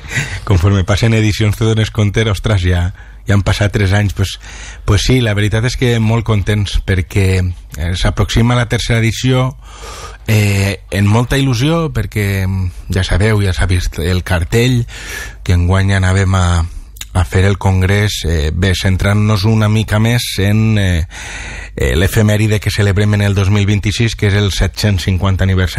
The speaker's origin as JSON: {"language": "Catalan", "town": "Nules", "region": "Valencian Community", "country": "Spain", "said": "per als que som de Nules"}